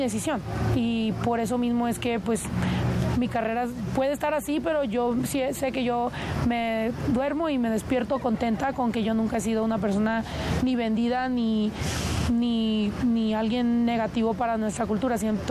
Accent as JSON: {"language": "Spanish", "country": "Mexico", "said": "Para mí fue una cosa muy normal decir que soy mexicana"}